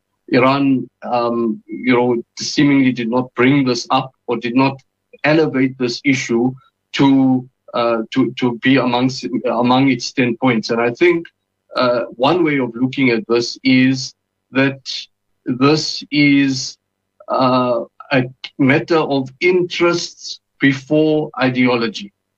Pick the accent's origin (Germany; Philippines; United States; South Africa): South Africa; Al-Aqsa is felt as dearly as it is to me in South Africa, as a South African Muslim